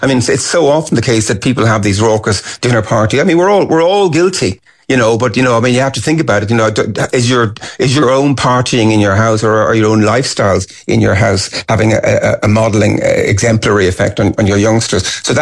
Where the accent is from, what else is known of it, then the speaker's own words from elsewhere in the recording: Kilmacud, Leinster, Ireland; I remember growing up in Kilmacud in the 60s, and there was a very famous tragic accident involving a bubble car